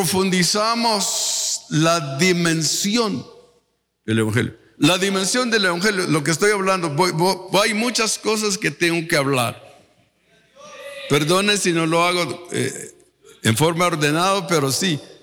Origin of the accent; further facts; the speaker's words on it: Guatemala; hace algunos días aquí en Guatemala, aquí en mi pueblo, mucha gente se volcaron para los políticos, para todo partido.